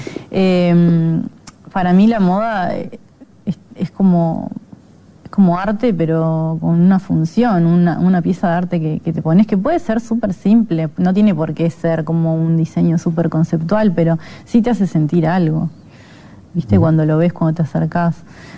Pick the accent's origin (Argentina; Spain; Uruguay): Uruguay; ¿cómo somos los uruguayos?